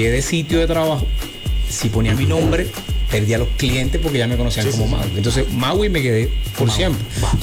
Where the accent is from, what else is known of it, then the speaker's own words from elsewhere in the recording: Venezuela; now in Cartagena, Colombia; Luego comencé cuando llegué a Cartagena. Soy venezolano.